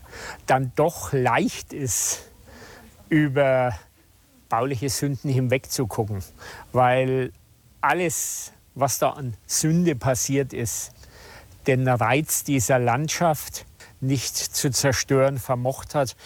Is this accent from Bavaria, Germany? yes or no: yes; Schnei, Bavaria, Germany; born there; Ich bin in Schnei geboren. Ich wohne seit 60 Jahren in Lichtenfels. Auch meine ganzen Vorfahren sind aus dieser Region.